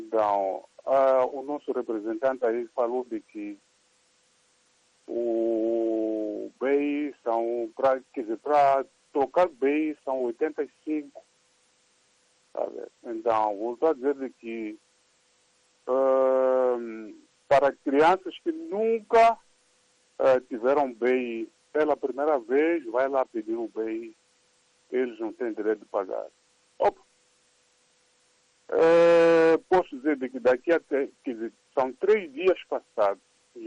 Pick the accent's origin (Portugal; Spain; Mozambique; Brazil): Mozambique; Jangamo, Inhambane; Eu sou natural de Jangama.